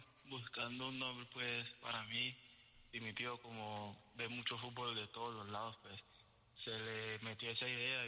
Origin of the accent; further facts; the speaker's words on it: Apartadó, Antioquia, Colombia; Yo soy de Apartado, Antioquia.